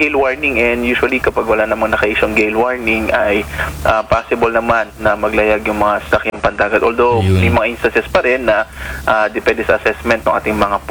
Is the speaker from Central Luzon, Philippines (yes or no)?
yes; Central Luzon, Philippines; dyan sa amin sa Bataan